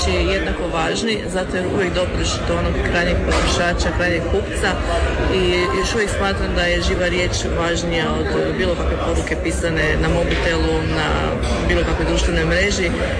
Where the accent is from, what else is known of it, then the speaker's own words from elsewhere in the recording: Croatia; nositeljica sam OPG-a Vrata Zagorja. Dolazim iz Vrtičkih Kumama